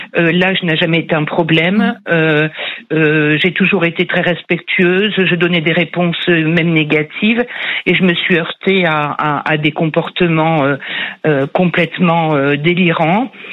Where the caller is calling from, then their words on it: Hauts-de-France, France; je vous appelle d'un petit village à côté de Cambrai.